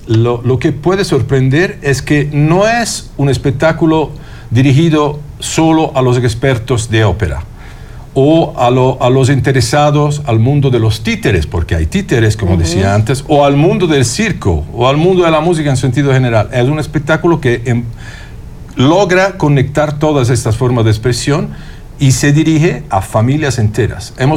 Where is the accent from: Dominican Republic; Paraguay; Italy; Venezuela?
Italy; now in Mexico; nosotros vivimos, somos italianos, pero vivimos en México.